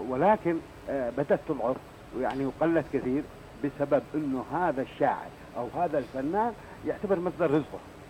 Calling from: South Yemen, Yemen

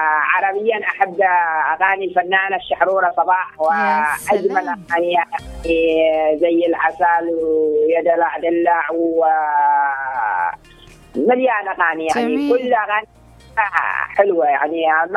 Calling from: Al-Milah District, Lahj, Yemen; من محافظة لعج مديرية الملاح منطقة نخلين.

